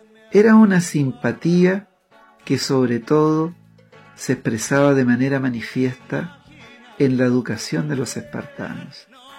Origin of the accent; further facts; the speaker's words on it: Chile; moved away; en mi país de origen, en Chile